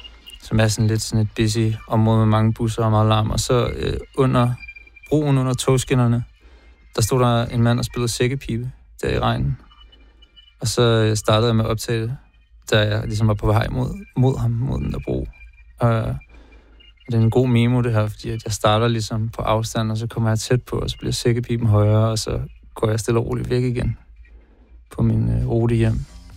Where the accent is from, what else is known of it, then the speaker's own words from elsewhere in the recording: Copenhagen, Capital Region of Denmark, Denmark; Jeg kommer fra København.